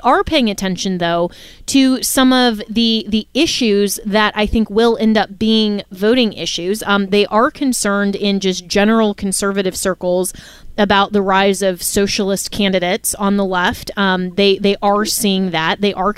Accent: Florida, United States; here in my home state of Florida

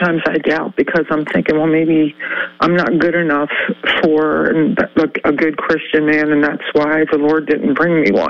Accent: New Jersey, United States; I'm originally from Southwest New Jersey, where the churches I could get to easy, and there was a lot of them, believe it or not. But I know you think Jersey, but yeah, no, it was a good community and a good state, the southern part anyway.

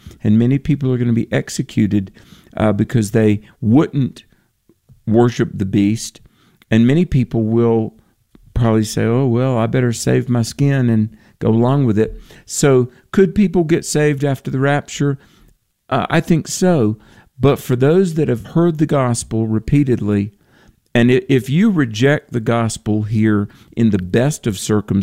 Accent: Bible Belt, United States; I mean, for me, growing up in the Bible Belt, I heard bits and pieces, and I always had a reverence for God

